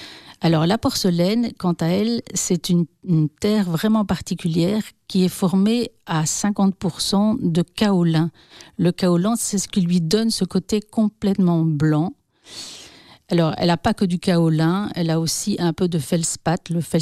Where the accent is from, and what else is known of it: Belgium